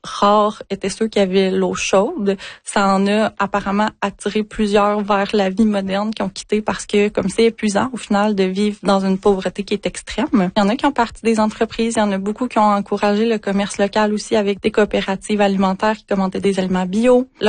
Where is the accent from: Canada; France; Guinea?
Canada; Quebec; dont on est dépouillé en tant que Québécois